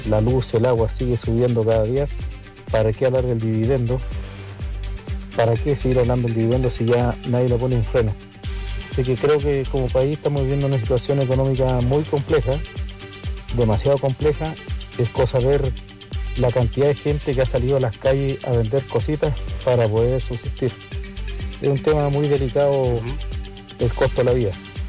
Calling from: Vallenar, Atacama, Chile; de Vallenar.

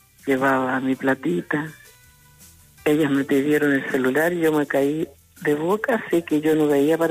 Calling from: Copiapó, Atacama, Chile; de Copiapó.

